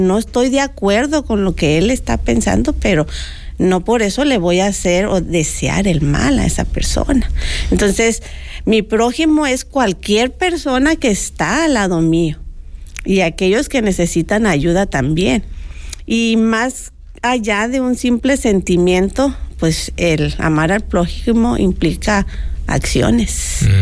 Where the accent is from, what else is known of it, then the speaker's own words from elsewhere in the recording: Ciudad Obregón, Sonora, Mexico; moved away as an adult; now in Montemorelos, Mexico; Yo nací en la capital del mundo, le digo yo, en Ciudad Obregón, Sonora. Okay. Allá soy originaria, aunque ya tengo bastante tiempo viviendo aquí en Montemorelos. Me vine a estudiar la carrera de licenciada en educación primaria.